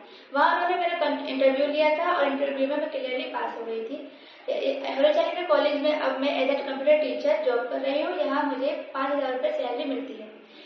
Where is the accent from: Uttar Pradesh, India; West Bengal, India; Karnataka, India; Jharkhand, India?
Uttar Pradesh, India; Rampur; मैं PWD colony बदोटोला Rampur Uttar Pradesh की रहने वाली हूँ।